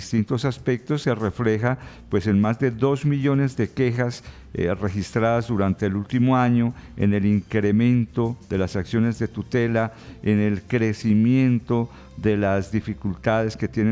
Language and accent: Spanish; Colombia; me interesa como colombiano, como ciudadano del común